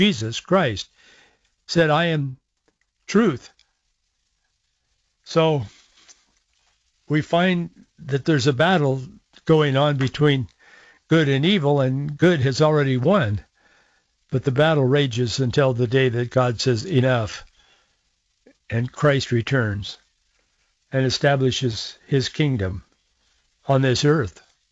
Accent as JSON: {"language": "English", "town": "Yakima", "region": "Washington", "country": "United States", "tie": "born or raised there", "said": "I was born in Yakima, and she in Yakima Valley, but we lived there, and our parents were friends, and our grandparents were friends"}